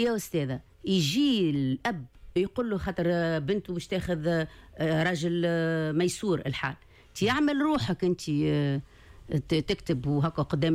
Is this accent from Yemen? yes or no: no; Tunisia